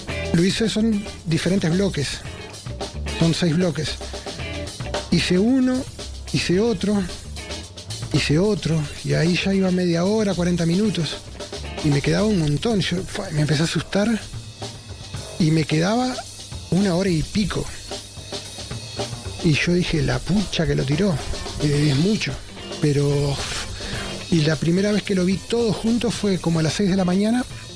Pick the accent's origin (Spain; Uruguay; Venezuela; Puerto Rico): Uruguay; soy uruguayo, estoy viajando en bicicleta